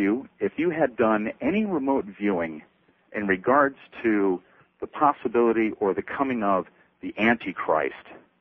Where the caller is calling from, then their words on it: Las Vegas, Nevada, United States; I'm calling from Las Vegas